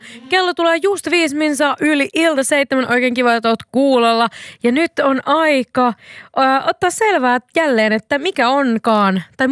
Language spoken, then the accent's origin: Finnish; South Ostrobothnia, Finland; mä oon myös Etelä-Pohjanmaalta, en alavudelta, mutta silti, niin tää on silleen close enough.